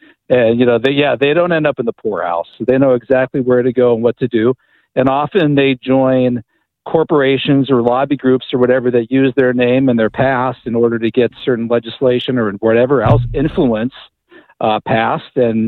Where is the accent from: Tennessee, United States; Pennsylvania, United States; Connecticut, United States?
Pennsylvania, United States; Butler; I grew up in Butler, Pennsylvania in the 1980s.